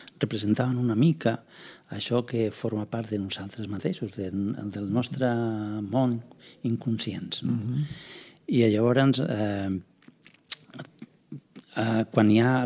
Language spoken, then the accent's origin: Catalan; Granada, Andalusia, Spain; moved away